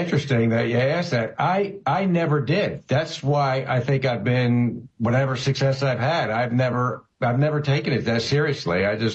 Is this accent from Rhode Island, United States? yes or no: no; Philadelphia, Pennsylvania, United States; Yeah, row house in Philadelphia, the Mayfair section.